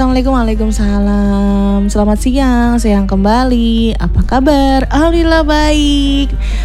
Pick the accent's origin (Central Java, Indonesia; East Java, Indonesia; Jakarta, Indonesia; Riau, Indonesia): Central Java, Indonesia; Majenang; aku memang orang Majenang ya kan